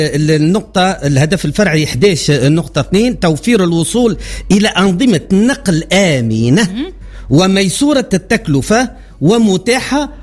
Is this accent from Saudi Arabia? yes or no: no; Tunisia; عندنا في تونس.